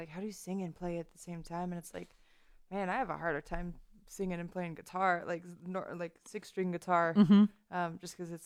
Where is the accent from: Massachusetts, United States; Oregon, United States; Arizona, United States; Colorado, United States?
Colorado, United States; moved away; both of us are from the West. She's from New Mexico. I'm from Colorado. And both of us have our families back home.